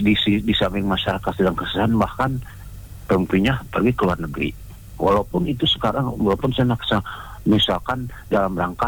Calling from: Bandung, West Java, Indonesia; Saya dari Tanah Sunda di Bandung Timur

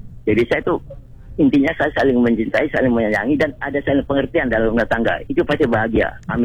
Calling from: Makassar, South Sulawesi, Indonesia; Saya sampaikan di Makassar hujan deras dari tadi sore.

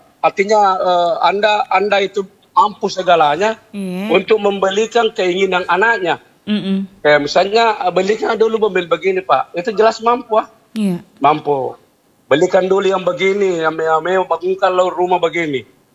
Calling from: Makassar, South Sulawesi, Indonesia

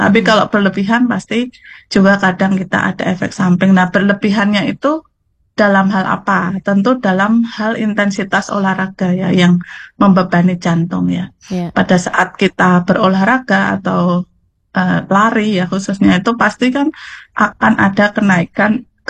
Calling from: Magelang, Central Java, Indonesia; Saya dari Magelang ini Mbak saya posisinya.

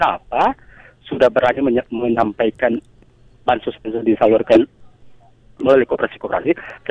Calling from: North Sulawesi, Indonesia; di Minahasa Selatan itu di kabupaten saya

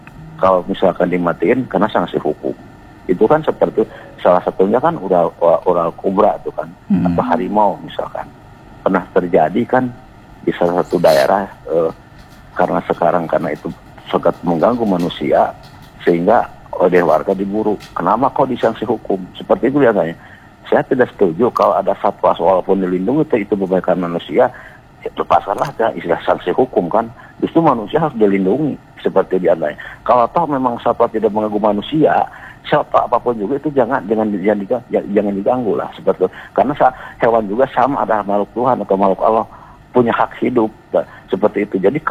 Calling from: Bandung, West Java, Indonesia; Saya dari Bandung Timur ya.

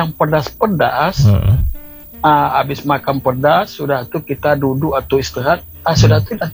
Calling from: Padang, West Sumatra, Indonesia; walaupun kita orang Padang tapi enggak suka pedas juga.

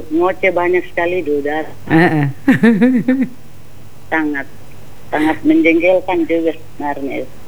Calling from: Sangihe, North Sulawesi, Indonesia; Orang Sangin, saya juga orang Sangin

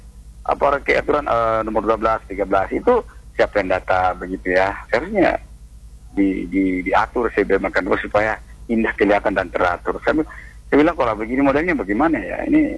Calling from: Lembang, West Java, Indonesia; di daerah saya sendiri Kecamatan Lembang ini

